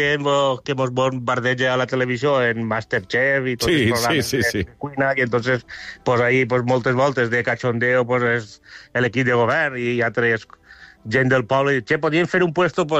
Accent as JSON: {"language": "Catalan", "region": "Valencian Community", "country": "Spain", "said": "com som els valencians, pues és de menjar i beure"}